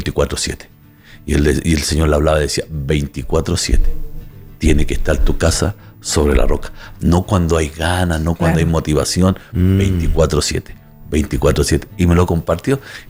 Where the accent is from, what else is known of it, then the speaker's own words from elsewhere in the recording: Chile; Nosotros decimos aquí en Chile, para decir 24-7 es siempre.